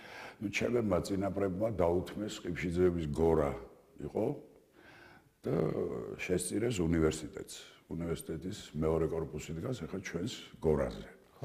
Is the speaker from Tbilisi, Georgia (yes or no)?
yes; Tbilisi, Georgia; დავიბადე პლეხანოვზე, გავიზარდე, გადავედი სამურთაველზე, გავიზარდე რუსთაველზე, სოლოლაკში და მთაწმინდაზე.